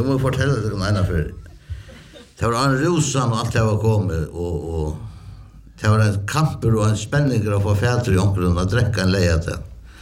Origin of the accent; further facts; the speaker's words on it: Faroe Islands; nej jag är inte norrman men jag kommer från en lille ösamfund uppe i norr. Färöarna.